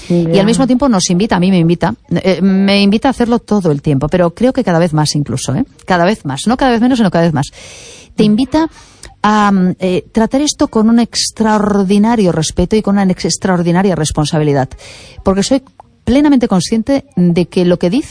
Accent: A Coruña, Galicia, Spain; moved away; Desde La Coruña. Pues hoy, sí. Hoy me siento, bueno, yo soy coruñesa de origen. Hoy me siento especialmente coruñesa. Estoy haciendo el programa desde aquí

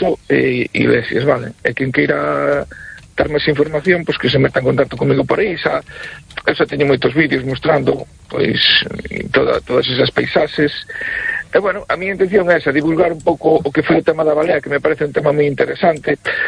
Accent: Cee, Galicia, Spain; now in A Coruña, Spain

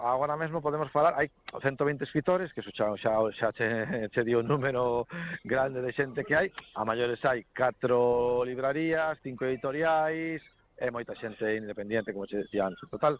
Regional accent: Bañobre, Galicia, Spain; Non concello, sino mini concello, se o digo polo meu pueblo, non, Bañobre, que decir, non somos nin concello, temos unha verbena, non?

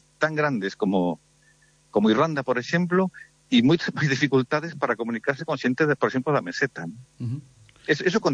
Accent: Galicia, Spain; Temos que decir que, o sea, no, os galegos non somos celtas.

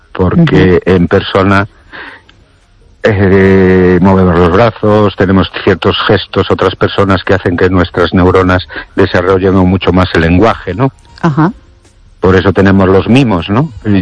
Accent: Ourense, Galicia, Spain; Buenas noches, Esther y oyentes … de Orense.

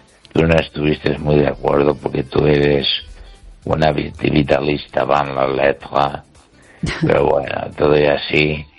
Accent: Catalonia, Spain; Spanish is a second language; Y ahora soy escritor español, catalán en expresiones española.

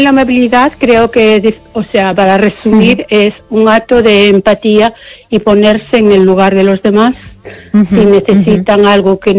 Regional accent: Spain; also born or lived in United Kingdom; Yo soy española, pero viví mucho tiempo en el extranjero.

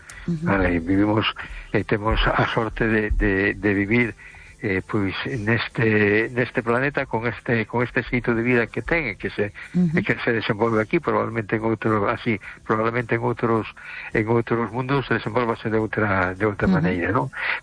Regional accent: A Coruña, Galicia, Spain; Hola, buenas noches, Esther. … de Coruña.

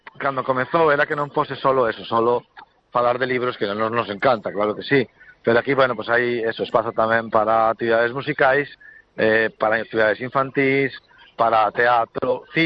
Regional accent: Bañobre, Galicia, Spain; se o digo polo meu pueblo, non, Bañobre, quer dicir, non somos nin concello, temos unha verbena, non?

